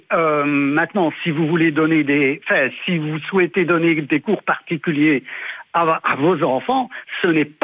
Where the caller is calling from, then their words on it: Liège, Wallonia, Belgium; moi je suis de Liège